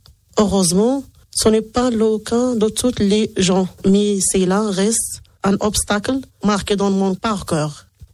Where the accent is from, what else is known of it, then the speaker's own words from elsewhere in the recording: Morocco; French is a second language; now in France; je suis marocaine.